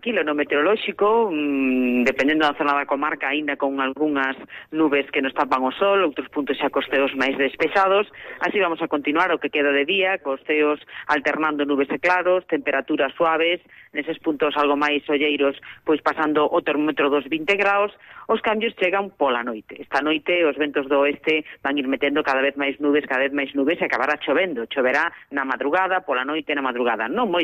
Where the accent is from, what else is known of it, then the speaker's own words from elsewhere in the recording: A Coruña, Galicia, Spain; Eu son da Coruña, así que vamos pues, a dixar.